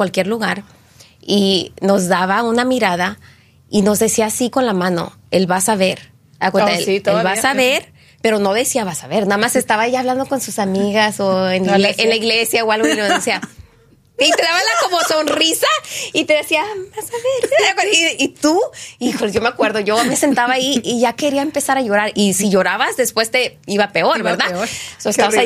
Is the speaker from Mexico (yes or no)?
yes; Monterrey, Nuevo León, Mexico; yo crecí en Monterrey, sí, de niña chiquita